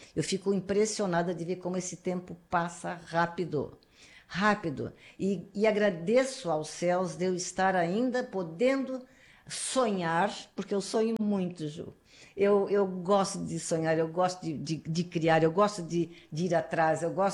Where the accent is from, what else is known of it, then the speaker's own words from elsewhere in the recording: Santa Catarina, Brazil; now in Porto Alegre, Brazil; Eu sou catarinense. Meus pais são de origem portuguesa, meu pai de São Francisco do Sul, minha mãe de Florianópolis … parente do Ercílio Luz, da Ponte.